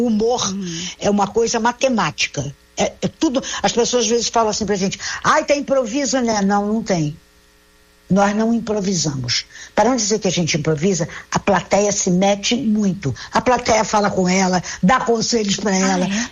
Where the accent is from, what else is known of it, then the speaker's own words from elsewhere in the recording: Rio de Janeiro, Brazil; meu irmão, bem carioca, né, que eu sou carioca